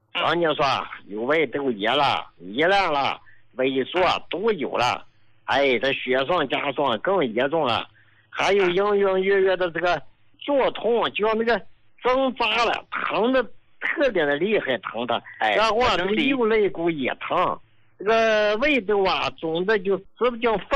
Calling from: Inner Mongolia, China; 我是内蒙古的一个患者，也是你的老患者了啊。

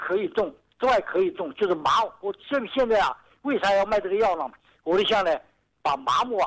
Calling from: Yichang, Hubei, China; 宜昌的。

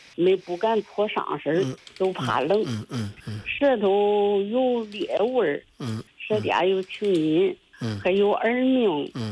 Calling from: Liaocheng, Shandong, China; 我是山东聊城的。

